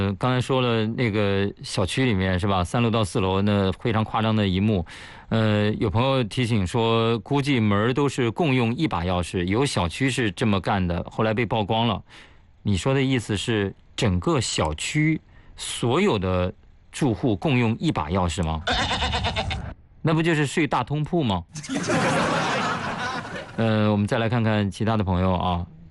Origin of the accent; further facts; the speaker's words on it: China; 我们是中国人对吧